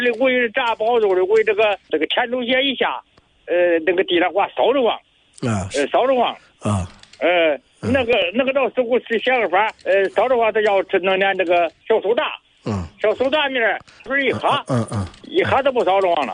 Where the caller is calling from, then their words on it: Xinyang, Henan, China; 我这个现在是我这个河南省新阳市未婚市庞连乡。